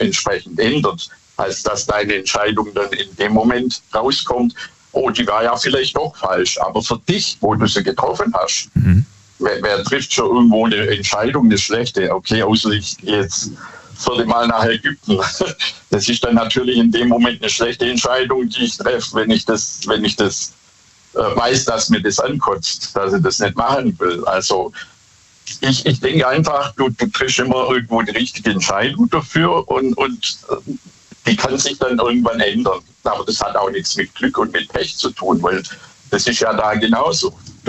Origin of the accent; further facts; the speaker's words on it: Bad Boll, Baden-Württemberg, Germany; Hallo, hier ist … ich komme aus Bad Boll.